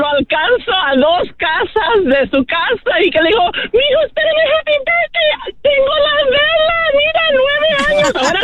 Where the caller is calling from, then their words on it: Riverside, California, United States; De Riverside.